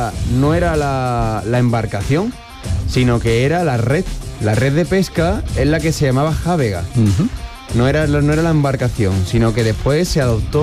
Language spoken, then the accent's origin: Spanish; Seville, Andalusia, Spain; born there; yo nací en Sevilla y aquí agua tenemos poco.